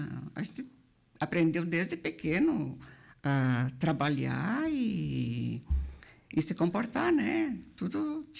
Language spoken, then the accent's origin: Portuguese; Marau, Rio Grande do Sul, Brazil; born there; Ah, eu nasci lá na linha 18 Roso. Naquele tempo era o distrito de Vila Maria, que pertencia ao município de Marau, né?